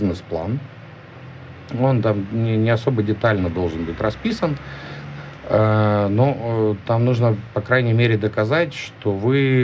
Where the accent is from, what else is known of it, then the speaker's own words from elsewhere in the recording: Ukraine; В смысле, с украинцами, я сам как бы украинец, да